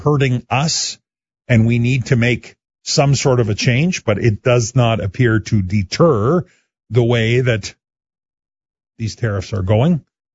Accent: Canada; As a Canadian and the owner of a dachshund.

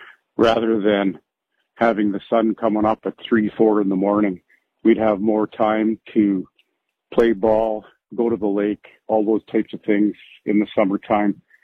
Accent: Manitoba, Canada; now in Prince Albert, Canada; I grew up in Manitoba

